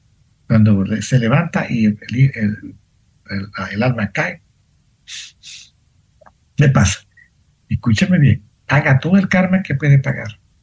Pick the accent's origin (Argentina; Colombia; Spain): Colombia; born there; En Viena estaba caído, en Colombia, que estaba caído cuando nací en Colombia.